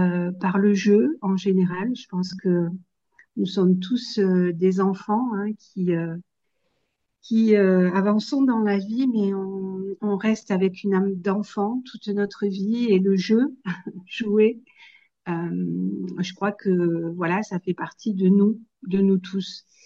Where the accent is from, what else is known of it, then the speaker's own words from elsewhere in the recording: Apt, Provence-Alpes-Côte d'Azur, France; je viens de Apt, dans le Luberon. Et voilà, donc je suis sur une région de proximité hein, avec la vôtre, avec les Alpes de Haute-Provence. Et voilà, je suis native de cette région